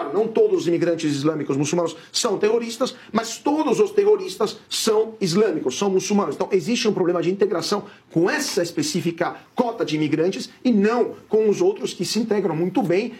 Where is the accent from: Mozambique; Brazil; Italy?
Italy; moved away; o meu país, a Itália, né, de onde eu venho